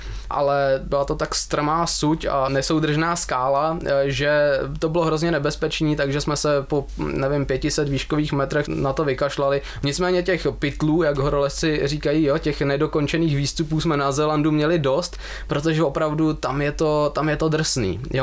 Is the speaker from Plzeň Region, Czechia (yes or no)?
no; Karlovy Vary, Karlovy Vary Region, Czechia; Myslím si, že určitě v Praze, v Karlových Varech, odkud pocházím, budou přednášky pro horolezeckou komunitu